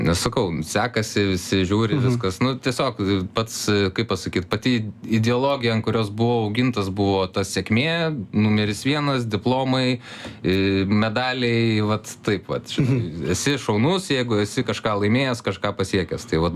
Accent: Kaunas, Kaunas County, Lithuania; užaugau Kaune

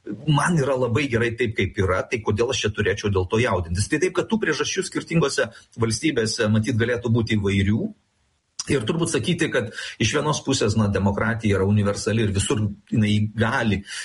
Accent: Pakruojis, Šiauliai County, Lithuania; Ar iš kur aš kilęs, aš iš Pakruojo, ar Dirvinių ir Gailiušių

